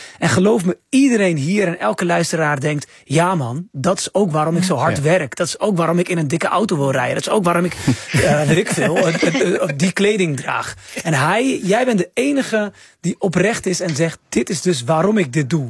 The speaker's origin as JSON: {"language": "Dutch", "town": "Rotterdam", "region": "South Holland", "country": "Netherlands", "said": "Blijswijk is eigenlijk Rotterdam. Ja. Ik kom uit Rotterdam"}